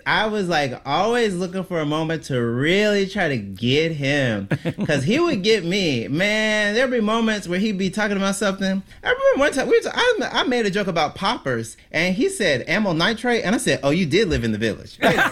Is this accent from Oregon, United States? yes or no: no; Mississippi, United States; I'm from Mississippi. My family has roots in Tallulah, Louisiana, which is like right across the Mississippi River from Vicksburg.